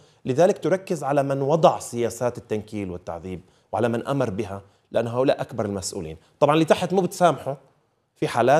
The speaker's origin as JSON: {"language": "Arabic", "country": "Syria", "said": "وحقيقة كسوريين عشنا بسوريا وبنعرف سوريا وحبسنا"}